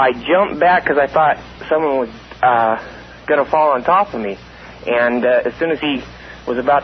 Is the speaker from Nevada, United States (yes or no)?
yes; Pahrump, Nevada, United States; born there; now in Las Vegas, United States; Yeah, I used to play football out there in Pahrump. I graduated in 82.